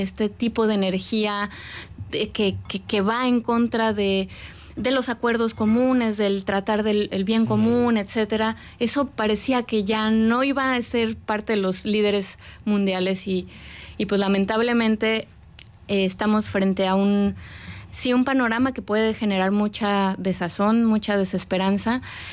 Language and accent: Spanish; Mexico; nosotras como mexicanas trabajamos sobre México